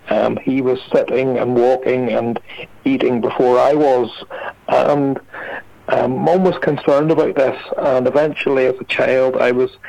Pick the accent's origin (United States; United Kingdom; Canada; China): United Kingdom; Ballymena, Northern Ireland; in my home church, which is Victory Praise Community Church, which is in my hometown of Ballymena.